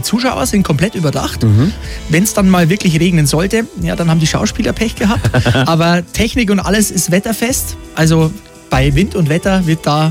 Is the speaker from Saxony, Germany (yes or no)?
no; Bavaria, Germany; Richtig, also, ich bin Oberpfälzer und habe jetzt nicht die allerweiteste Anfahrt.